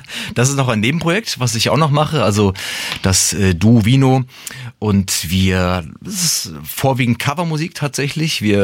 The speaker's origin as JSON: {"language": "German", "town": "Frankfurt", "region": "Hesse", "country": "Germany", "tie": "born or raised there", "lives_now": "Mainz, Germany"}